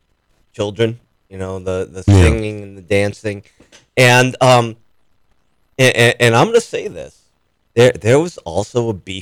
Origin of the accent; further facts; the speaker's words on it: Pawtucket, Rhode Island, United States; relocate from Pawtucket, where, you know, I grew up in Rhode Island.